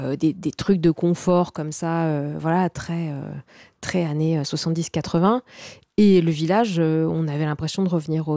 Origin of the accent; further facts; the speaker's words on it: Bastia, Corsica, France; also born or lived in Castagniccia; Donc moi, je suis née à Bastia et j'ai passé pas mal de temps aussi en Castagnic, donc c'est en moyenne montagne, puisqu'en Corse, en général, on a toujours deux lieux.